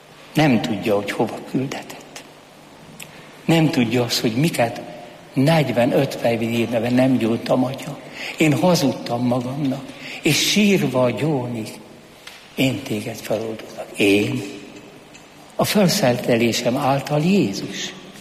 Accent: Hungary; Én római katolikus vagyok, és magyar vagyok.

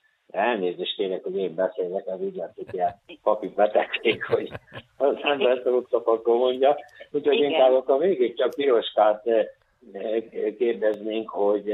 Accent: Somogy, Hungary; Ugye mifelénk Somogyba, ahonnan én származom, ugye az a mondás járja

